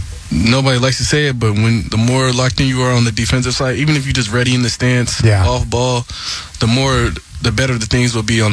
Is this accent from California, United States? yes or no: no; Marietta, Georgia, United States; I'm from Marietta